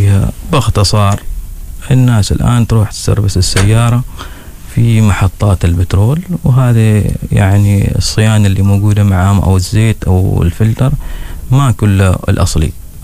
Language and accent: Arabic; Oman; فنحن كعمانيين